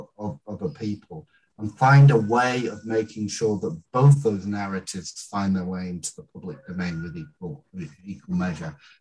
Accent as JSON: {"language": "English", "country": "United Kingdom", "said": "I'm British through and through"}